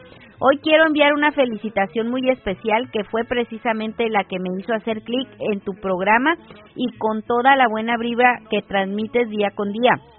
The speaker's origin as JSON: {"language": "Spanish", "town": "Zamora", "region": "Michoacán", "country": "Mexico", "tie": "born or raised there", "lives_now": "Mexicali, Mexico", "said": "Yo soy originaria de Zamora, Michoacán. Tiene muchos años que no he podido ir por cuestiones de trabajo, por cuestiones de labor. Toda mi niñez viví ahí donde yo soy originaria."}